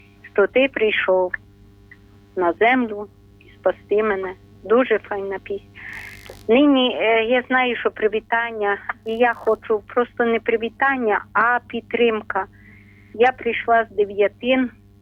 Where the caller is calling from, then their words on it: Ternopil Oblast, Ukraine; Ми з України. Тернопільщина, ….